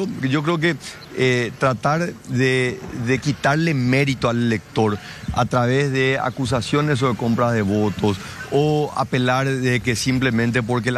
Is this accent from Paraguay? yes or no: yes; Paraguay; orgullo como paraguayo